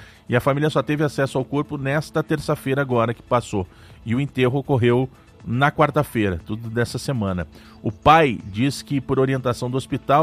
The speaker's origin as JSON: {"language": "Portuguese", "region": "Rio Grande do Sul", "country": "Brazil", "moved": "yes", "said": "no meu estado"}